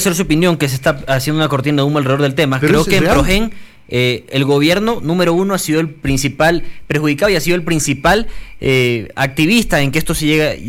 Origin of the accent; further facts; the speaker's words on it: Quito, Pichincha, Ecuador; como quiteños, como ecuatorianos